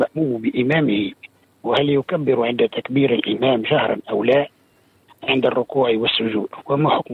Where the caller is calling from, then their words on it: Moknine, Monastir Governorate, Tunisia; من المكنين.